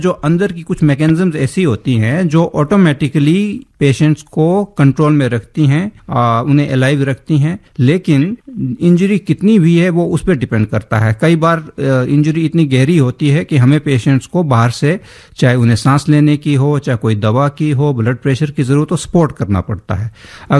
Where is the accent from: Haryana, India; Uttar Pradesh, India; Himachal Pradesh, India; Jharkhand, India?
Himachal Pradesh, India; मैं भी पहाड़ी हूँ, मैं हिमाचल से हूँ।